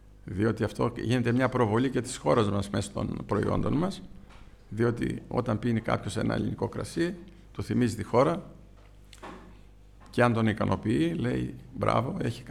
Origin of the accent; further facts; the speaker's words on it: Greece